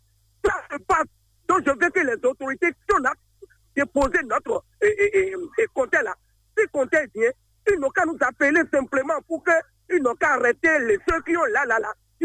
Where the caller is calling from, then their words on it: Benin; Je vous appelle depuis Digue.